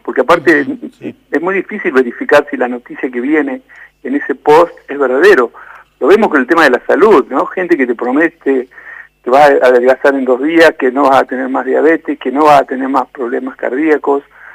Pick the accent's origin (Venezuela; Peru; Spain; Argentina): Argentina; nosotros, como Argentina sola, no tenemos capacidad de negociación.